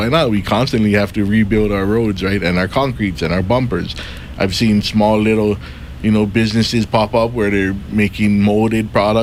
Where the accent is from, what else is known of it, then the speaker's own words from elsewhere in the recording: Kauai, Hawaii, United States; I'm running for county council. I'm born and raised on Kauai.